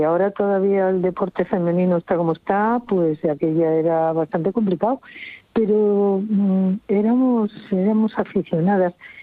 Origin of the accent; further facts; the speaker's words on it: Infiesto, Asturias, Spain; Eran casi todo el grupo era de Oviedo, menos los dos, los sellanos, y yo que soy, de Infiesto.